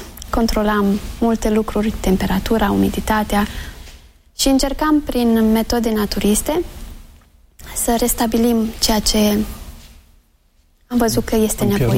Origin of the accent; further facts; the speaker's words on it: Bukovina, Romania; also born or lived in Spain; Noi suntem bucovineni, amândoi.